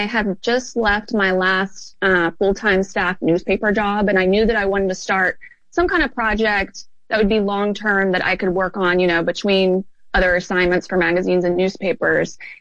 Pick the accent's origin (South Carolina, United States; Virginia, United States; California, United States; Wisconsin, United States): South Carolina, United States; now in Georgia, United States; I'm from South Carolina. I live in Georgia. I'm used to lush green. I'm used to brick houses.